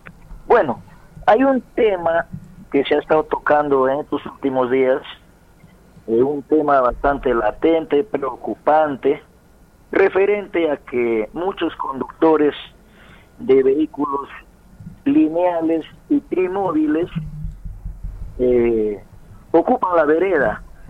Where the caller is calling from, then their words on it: Peru; Como buen peruano